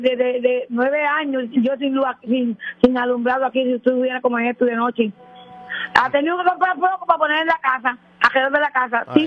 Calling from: Puerto Rico; de Guilla de Pupu Jiménez.

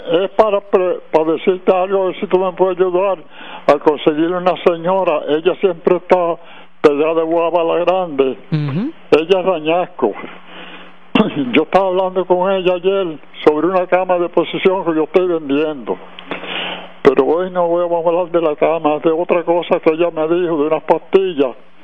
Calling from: Aguadilla, Puerto Rico; de Aguadilla

